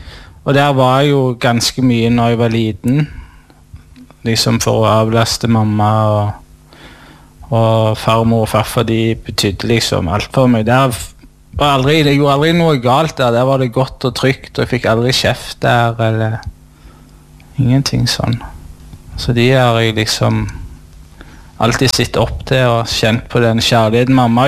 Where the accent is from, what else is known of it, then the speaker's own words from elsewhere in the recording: Sandnes, Rogaland, Norway; born there; jeg kom jeg jo fra Sandnes